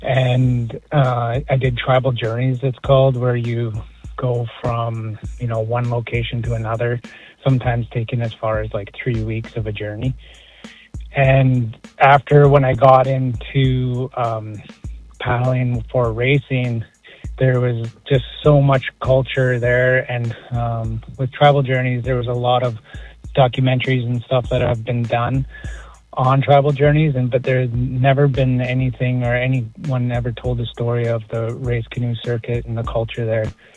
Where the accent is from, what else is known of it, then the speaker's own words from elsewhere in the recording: British Columbia, Canada; I come from the Stamenas First Nations